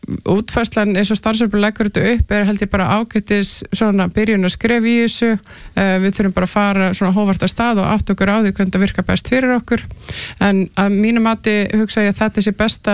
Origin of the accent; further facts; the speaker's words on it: Westfjords, Iceland; ég ólst upp á Vestfjörðum